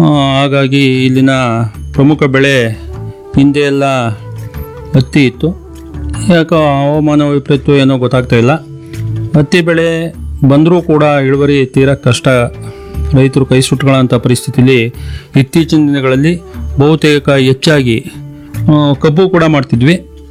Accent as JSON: {"language": "Kannada", "town": "Hanchipura", "region": "Karnataka", "country": "India", "said": "ಯಾಕೆಂದರೆ ನಮ್ಮ ತಾತ ಕೂಡ ಪುಟ್ಸಮಯ್ಯ ಅಂತಂದ್ಬಿಟ್ಟು ಈ ಊರಿನ ಮುಖಂಡರಾಗಿದ್ದವರು"}